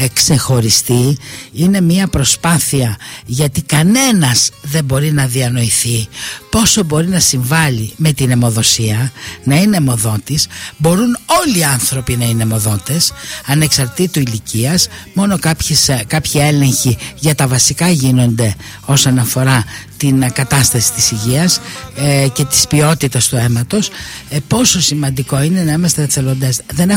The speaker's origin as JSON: {"language": "Greek", "town": "Larissa", "region": "Thessaly", "country": "Greece"}